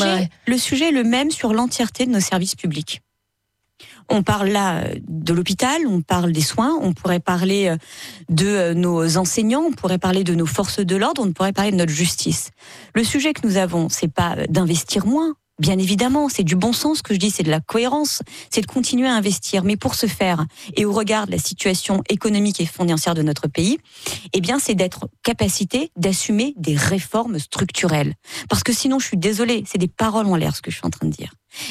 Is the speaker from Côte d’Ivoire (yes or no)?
no; France; en tant que Français